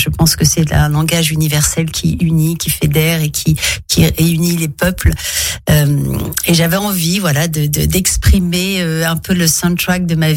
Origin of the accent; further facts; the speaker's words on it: Nice, Provence-Alpes-Côte d'Azur, France; j'ai grandi à Nice